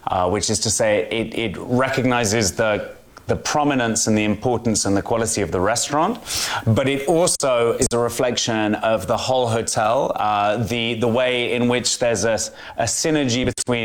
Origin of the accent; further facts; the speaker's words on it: London, United Kingdom; the neighborhood I grew up in South London is very heavily South American, but also quite heavily Portuguese.